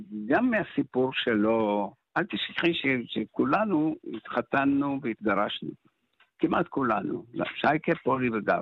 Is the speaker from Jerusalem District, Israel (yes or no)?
yes; Jerusalem, Jerusalem District, Israel; now in Ein Hod, Israel; אני גדלתי בשוק, ואני ראיתי, ואני הכרתי את כולם